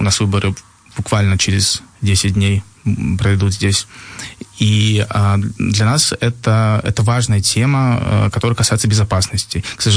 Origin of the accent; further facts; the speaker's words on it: Russia; moved away as an adult; now in Berlin, Germany; Я уехал из России, потому что меня преследовала власть.